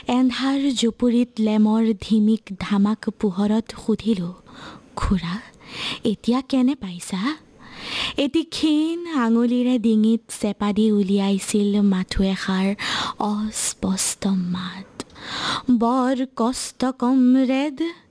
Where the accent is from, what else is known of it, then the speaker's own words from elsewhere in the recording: Uriagaon, Assam, India; মোৰ ঘৰ উৰিয়া গাঁৱত, আৰু মোৰ গাঁওখনৰ নাম হৈছে তেলিয়া পহুকটা